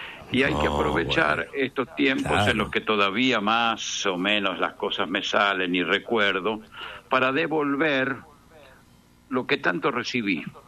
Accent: Argentina

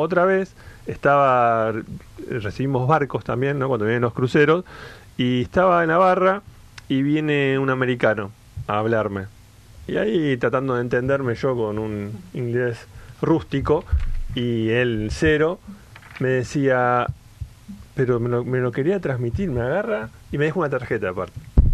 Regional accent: Argentina; somos argentinos

